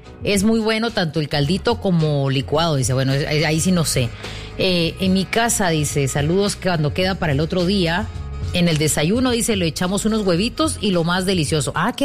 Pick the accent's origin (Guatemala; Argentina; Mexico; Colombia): Guatemala; como buen chapín, aunque haya calor, tomamos caldito de macuy